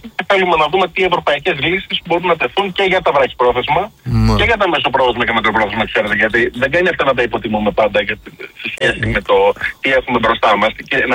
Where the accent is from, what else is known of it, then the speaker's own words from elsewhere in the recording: Greece; ως Έλληνας Υπουργός Οικονομικών